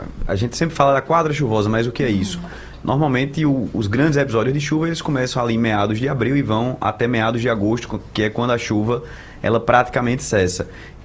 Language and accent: Portuguese; Recife, Pernambuco, Brazil; born there; eu nasci aqui em Recife, fui para o interior, voltei para estudar na universidade, estudava na Universidade Federal de Pernambuco e morava lá na Torre, próximo da igreja da Torre.